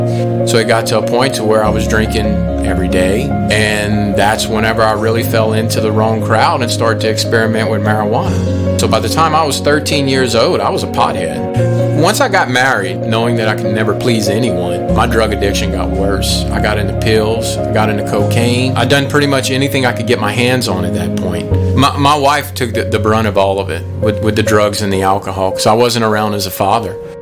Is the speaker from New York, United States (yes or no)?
no; Louisiana, United States; I grew up here in Louisiana. It's the Deep South all my life. My dad worked in the oil field, so he was gone all the time. We were raised Catholic, but we weren't church-going people.